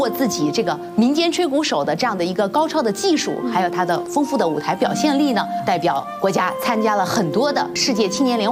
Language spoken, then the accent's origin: Chinese; Guizhou, China; 我的老家的贵州